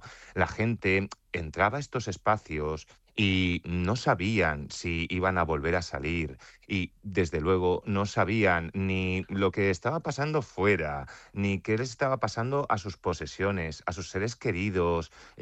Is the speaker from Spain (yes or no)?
yes; Alicante, Valencian Community, Spain; un aspecto que muchas veces olvidamos como alicantinos es que la Guerra Civil acabó aquí en Alicante. Fuimos el último reducto en ser tomado.